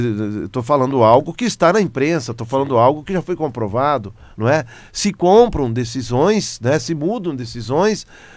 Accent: Brazil; nós sonhamos enquanto brasileiros

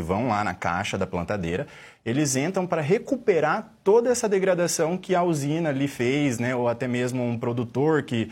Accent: São Paulo, Brazil; Eu venho de uma região aqui do estado de São Paulo, uma região sucroenergética muito conhecida

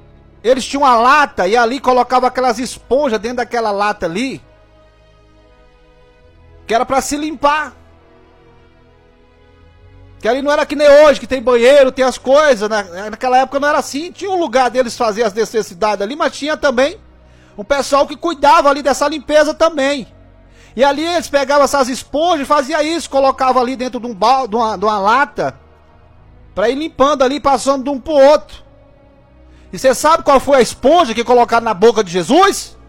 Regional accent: Tocantins, Brazil; Uai! Falei igual mineiro agora, né? Apesar de ser goiano, né? Eu sou do natural do Tocantins, né?

